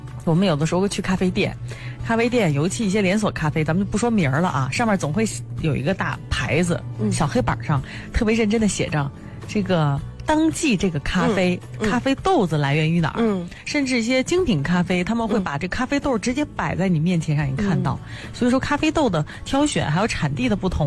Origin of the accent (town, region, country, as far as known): China